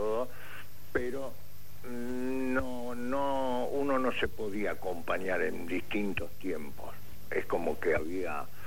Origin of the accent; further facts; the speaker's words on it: Villa Urquiza, Buenos Aires, Argentina; De acá, de Villurquiza.